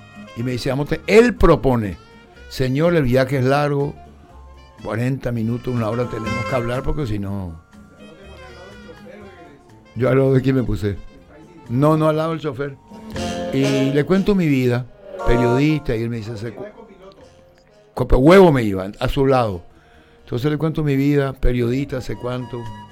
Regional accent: Paraguay; Yo soy paraguayo, soy periodista

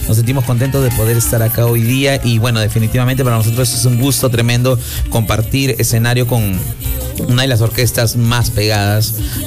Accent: Monsefú, Lambayeque, Peru; así somos los mocefuanos, así somos los norteños

